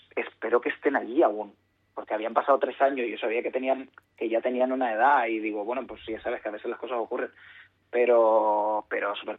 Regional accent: Sant Pere de Ribes, Catalonia, Spain; Yo soy de Sant Pere de Ribes.

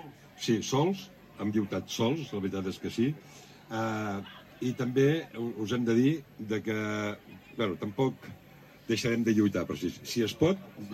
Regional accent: Sitges, Catalonia, Spain; born there; Jo sóc el que vaig néixer a casa, a Sitges.

